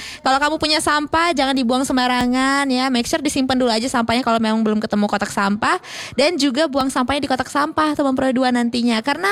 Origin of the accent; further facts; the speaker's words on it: Palembang, South Sumatra, Indonesia; kita sebagai warga Kota Palembang